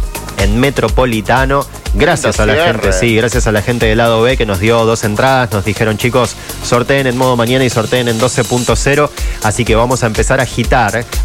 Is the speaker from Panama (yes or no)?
no; Argentina; pero la puta madre, somos argentinos.